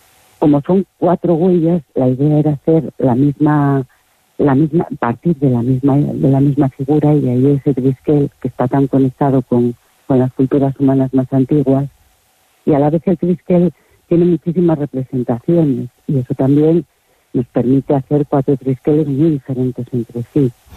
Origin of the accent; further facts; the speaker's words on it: Salientes, Castile and León, Spain; born there; mi pueblo está muy cerca de Babia